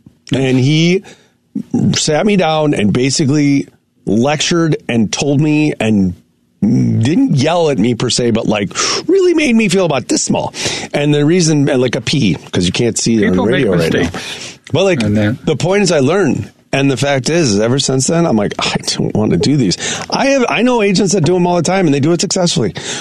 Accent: Wilmette, Illinois, United States; I'm like, I'm from Wilmette.

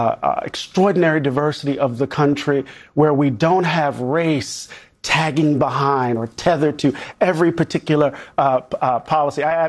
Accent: Mississippi, United States; I grew up in Mississippi.

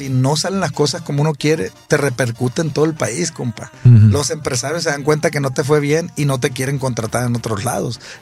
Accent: Culiacán, Sinaloa, Mexico; now in United States; Mire, compa, la verdad, pues yo soy de Culiacán, usted lo sabe y mucha gente también. Y para los que no sabían, pues soy de allá, ¿no?

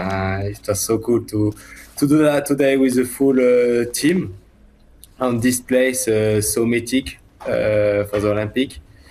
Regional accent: France; I'm from Europe, from France

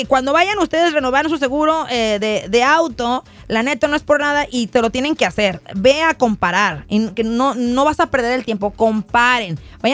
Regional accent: Mexico; Yo, mexicana por orgullo

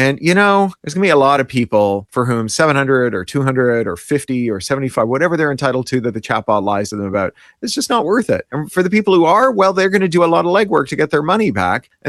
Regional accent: Canada; born or raised there

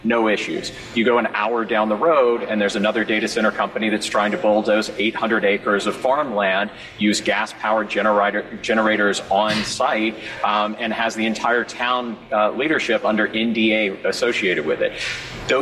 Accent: Alabama, United States; There's a data center Paul referenced, my home state of Alabama.

